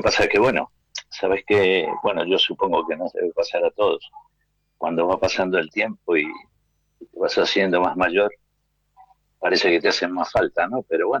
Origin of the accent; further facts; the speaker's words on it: Argentina; moved away as an adult; also born or lived in Galicia, Spain; now in Spain; Yo nací aquí en España, en Galicia, y con menos de 2 años, 1 año y medio, mis viejos se ve que les encantaba llevarme a estudiar a Argentina, y fuimos a Argentina.